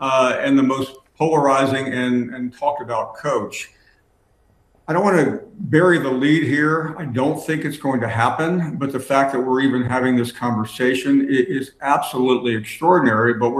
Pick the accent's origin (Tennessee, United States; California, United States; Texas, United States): Tennessee, United States; I'm from Tennessee, you're from Alabama.